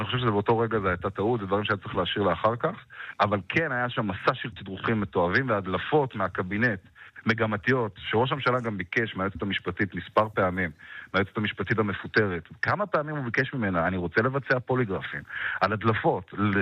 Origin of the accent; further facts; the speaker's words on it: Ashkelon, Southern District, Israel; אני אגב אשקלוני, גדלתי באשקלון